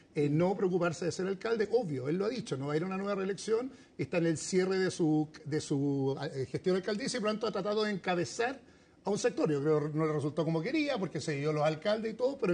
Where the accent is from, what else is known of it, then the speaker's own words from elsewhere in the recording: Las Condes, Santiago Metropolitan Region, Chile; Yo me crié en Las Condes, en la Colón 9000.